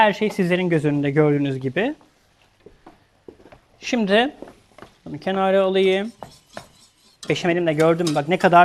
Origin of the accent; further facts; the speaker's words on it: Denizli, Turkey; Ben Ege'liyim, Denizliliyim